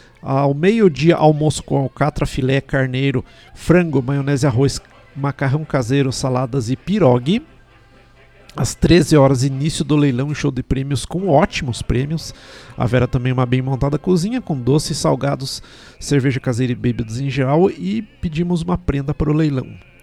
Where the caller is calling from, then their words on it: Santa Bárbara, Brazil; Somos de Santa Bárbara, somos ouvintes da Hora Polonesa